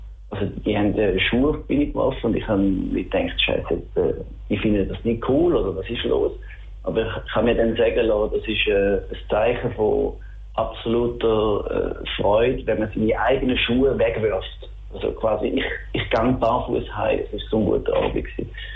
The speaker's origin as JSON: {"language": "German", "region": "Schaffhausen", "country": "Switzerland", "accent": "Schaffhausen dialect", "said": "Ja, lass mal mein Dialekt. Das ist immer noch Schaffhausen. Ich wohne seit 30 Jahren in Schaffhausen"}